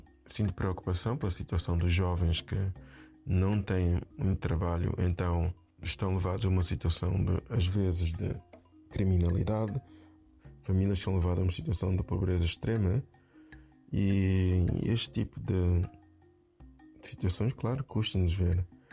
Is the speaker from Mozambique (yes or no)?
yes; Mozambique; moved away; Ser moçambicano é uma coisa que acho difícil de descrever. É algo que se vive, que se sente. Então, e ser principalmente ser moçambicano na diáspora, é sentir aquela vontade de est